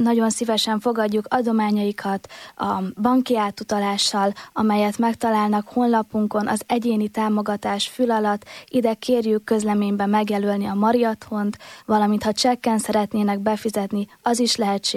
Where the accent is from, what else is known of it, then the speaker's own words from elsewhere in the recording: Hungary; Anyaországi magyarként, hogy a kedves testvéreinket egy kicsit közelebb emelhessük a keblünkhöz.